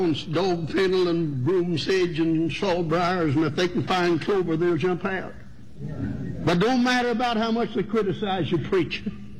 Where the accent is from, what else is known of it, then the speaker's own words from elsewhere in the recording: Huntington, West Virginia, United States; moved away; I was just in Huntington, West Virginia, and closed last Sunday. That's my hometown.